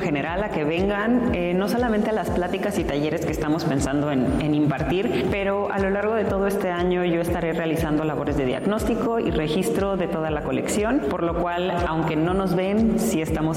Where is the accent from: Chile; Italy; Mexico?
Mexico; forman parte de nuestra identidad como mexicanos.